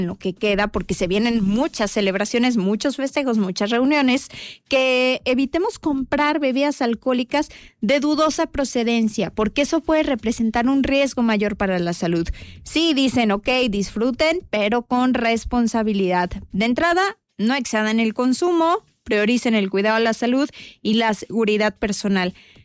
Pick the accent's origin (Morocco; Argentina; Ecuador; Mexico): Mexico; ya somos mexicanos